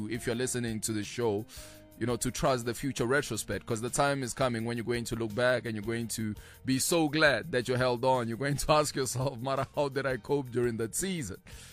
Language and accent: English; Pretoria, Gauteng, South Africa; growing up in Pitori